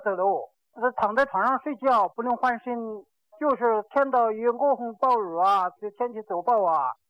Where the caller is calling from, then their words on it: Guangshui, Hubei, China; 我是广水的。